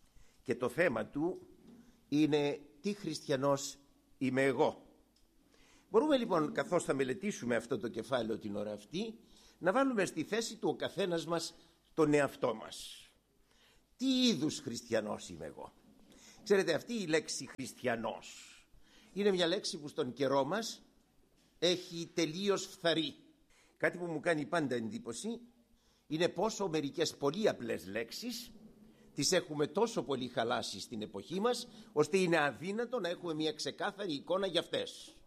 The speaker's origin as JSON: {"language": "Greek", "country": "Greece", "said": "εμείς σαν Έλληνες που είμαστε"}